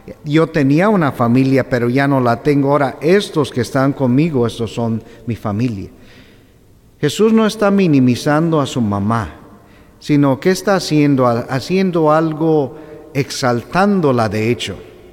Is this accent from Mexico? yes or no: yes; Ario de Rosales, Michoacán, Mexico; Yo, por ejemplo, soy de Ario de Rosales, de Michoacán, y de ahí es